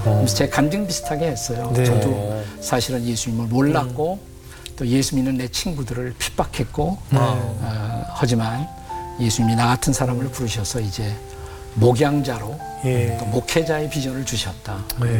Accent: South Korea; moved away as an adult; 저는 한국에서 온 학생이고 영어가 부족했지만

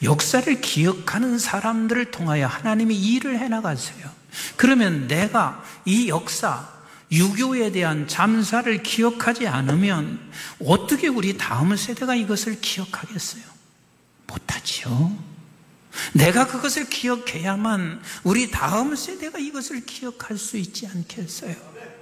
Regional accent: South Korea; also born or lived in United Kingdom; 그래서 한국에서 왔다고.

